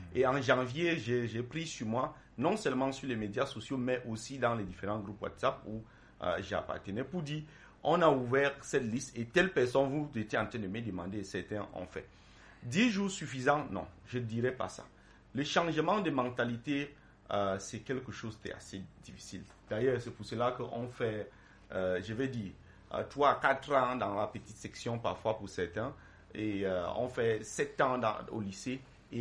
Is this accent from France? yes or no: no; Cameroon